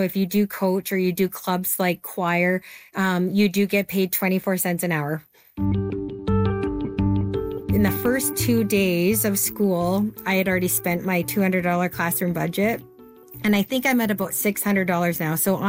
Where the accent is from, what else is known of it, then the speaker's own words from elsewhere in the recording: Lethbridge, Alberta, Canada; I am from Lethbridge, Alberta.